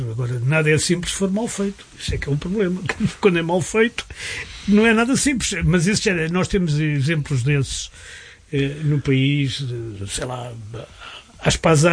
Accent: Portugal; born there; todos nós que somos portugueses, nascemos cá.

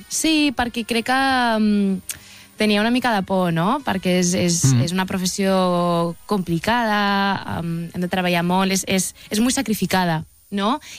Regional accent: Humera, Community of Madrid, Spain; Catalan is a second language; Bueno, jo soc d'Humera, de Madrid, mm-hmm. i el teatre Mira, que és el teatre de Pozuelo de Alarcón, va ser el primer teatre en el que actué

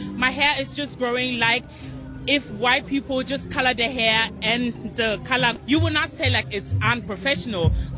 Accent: Germany; I feel like, for me, I grew up in Germany.

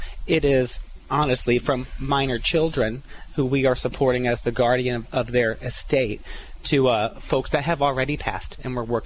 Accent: Hannibal, Missouri, United States; now in Springfield, United States; I'm from Hannibal, Missouri.

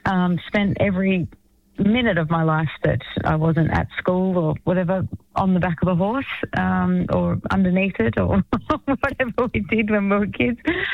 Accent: Wamboin, New South Wales, Australia; I grew up in an area called Womboyne. So not Wombian, not the Wombian case. Womboyne. It's near Bungendore, on the outskirts of Canberra.

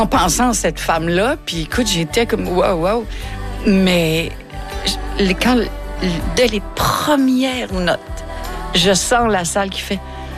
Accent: Longueuil, Quebec, Canada; 2 octobre à Longueuil, chez moi à Longueuil.

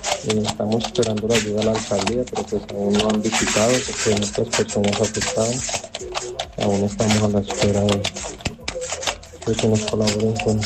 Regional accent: Roldanillo, Valle del Cauca, Colombia; Soy de acá de Roldanillo, una persona afectada, el techo de la casa se nos dañó.

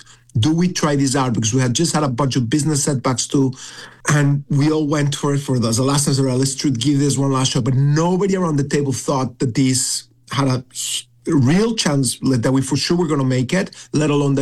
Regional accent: Mexico; Grew up in Mexico.

